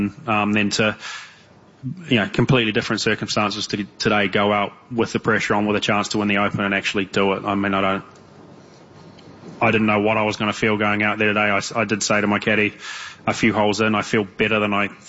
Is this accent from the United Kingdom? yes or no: no; New Zealand; I think growing up in New Zealand, we play in a fair bit of wind